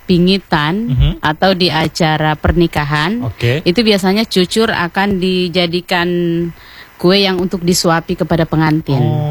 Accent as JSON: {"language": "Indonesian", "town": "Latompe", "country": "Indonesia", "tie": "born there", "said": "Jadi Latompe itu adalah desa kelahiran saya."}